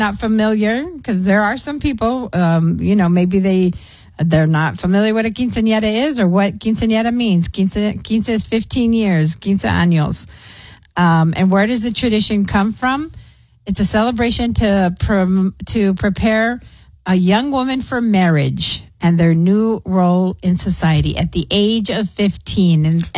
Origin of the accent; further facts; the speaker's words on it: El Paso, Texas, United States; So I was born and raised here in El Paso.